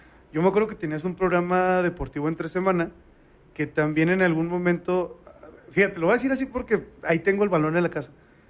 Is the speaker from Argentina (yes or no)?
no; Comarca Lagunera, Mexico; yo crecí viendo televisión aquí en la Comarca Lagunera